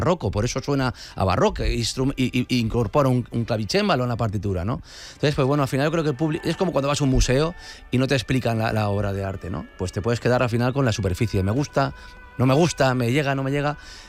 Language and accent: Spanish; Valencia, Valencian Community, Spain; con 5 años, en Valencia, yo me crié aquí, en Valencia